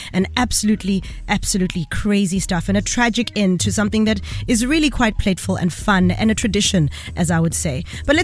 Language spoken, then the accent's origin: English; Soweto, Gauteng, South Africa; I mean, growing up in Soweto, this was an absolute trend, right?